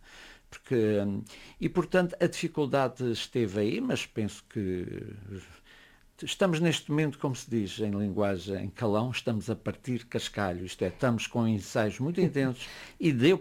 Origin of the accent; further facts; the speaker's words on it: Azores, Portugal; Eu sou da segunda ilha mais pequena dos Açores. Não tínhamos porto, não tínhamos aeroporto.